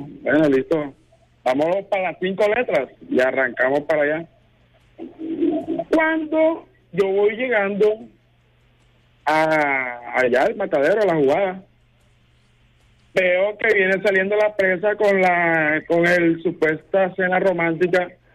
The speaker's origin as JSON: {"language": "Spanish", "region": "Bolívar", "country": "Colombia", "said": "O sea, yo vivo acá en Salta del Valle, pero yo soy costeño. Pero en la región momposina."}